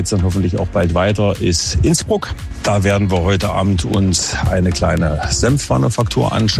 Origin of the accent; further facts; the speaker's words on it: Thuringia, Germany; Und es gibt ja so den schönen Spruch bei uns in Thüringen, die Thüringer Bratwurst schmeckt von hinten und von vorn